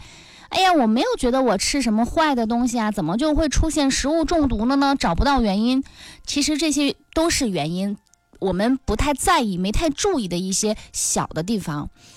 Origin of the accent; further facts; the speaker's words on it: Northeast China, China; 我们东北人都爱吃点这种干货类的